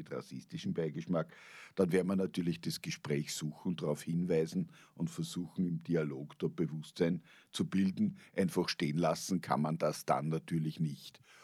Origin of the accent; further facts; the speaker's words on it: Austria; Da sind wir Österreicher geschichtsbedingt um einiges noch schlampiger als die Deutschen.